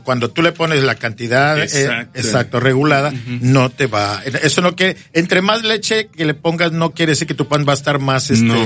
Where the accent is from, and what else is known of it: Alvarado, Veracruz, Mexico; born there; moved away